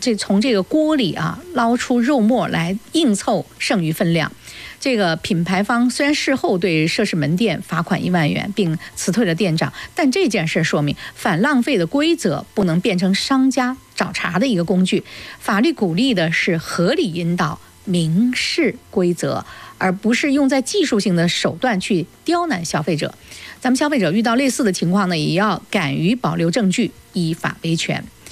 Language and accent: Chinese; China